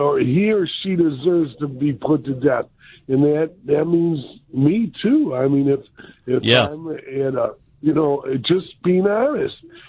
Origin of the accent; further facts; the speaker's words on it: Detroit, Michigan, United States; Anyway, but I am here, and I'm from Detroit.